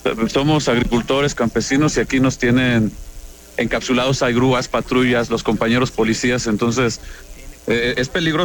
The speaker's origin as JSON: {"language": "Spanish", "region": "Tlaxcala", "country": "Mexico", "said": "Somos campesinos, agricultores y transportistas, venimos del estado de Tlaxcala"}